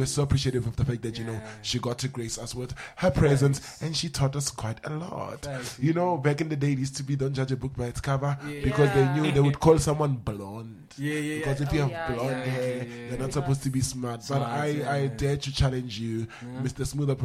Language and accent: English; South Africa; I'm ashamed to be a South African man.